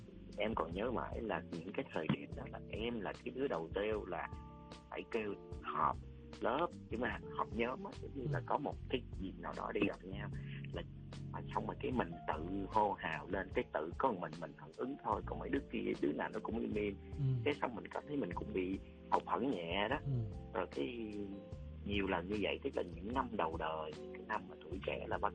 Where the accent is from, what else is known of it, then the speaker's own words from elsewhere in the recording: Southern Vietnam, Vietnam; tại vì em thích những cái giọng văn giống như của chị Nguyễn Ngọc Tư, cái kiểu văn Nam Bộ á, tại vì em người Nam cái kiểu vậy